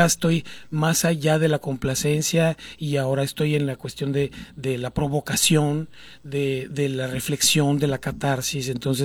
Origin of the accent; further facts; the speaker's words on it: Hermosillo, Sonora, Mexico; moved away as an adult; now in Guadalajara, Mexico; Yo soy de aquí de Hermosillo, sí. Hace 30 años que salí yo de aquí de Hermosillo. Yo empecé aquí en Hermosillo.